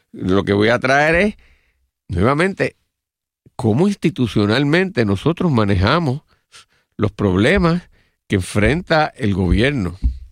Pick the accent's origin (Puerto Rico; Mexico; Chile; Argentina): Puerto Rico